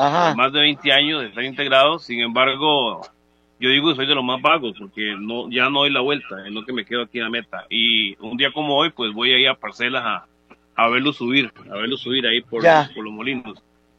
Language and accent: Spanish; Abangares, Guanacaste, Costa Rica; now in Tilarán, Costa Rica; yo soy de Avangares. Soy de Avangares y hace 40 años pues me vine para acá por tema laboral y nos mantenemos aquí